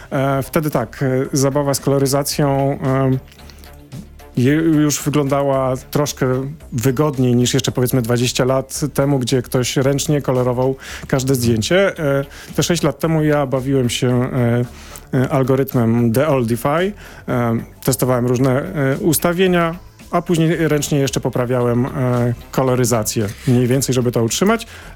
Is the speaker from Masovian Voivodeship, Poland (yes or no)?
yes; Warsaw, Masovian Voivodeship, Poland; jestem z Warszawy, kocham to miasto.